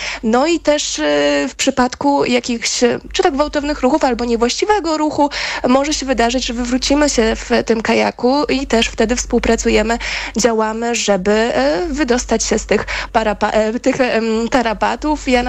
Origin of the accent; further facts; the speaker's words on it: Pomeranian Voivodeship, Poland; Ja tutaj mogę podać taki przykład, ponieważ pochodzę z Pomorza i u nas bardzo atrakcyjnym odcinkiem jest płynięcie kajakiem przez Słupię.